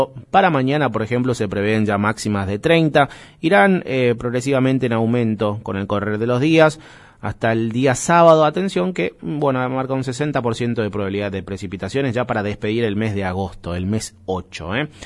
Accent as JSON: {"language": "Spanish", "country": "Argentina", "said": "siendo argentinos"}